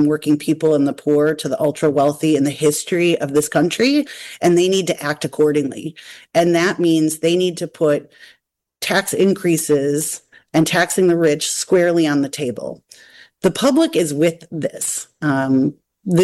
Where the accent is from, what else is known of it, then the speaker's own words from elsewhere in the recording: Wisconsin, United States; there's one that is about, you know, 20 miles up the road from my hometown, and in a very small town, a pretty Republican part of the country, on north of Milwaukee in Port Washington, Wisconsin.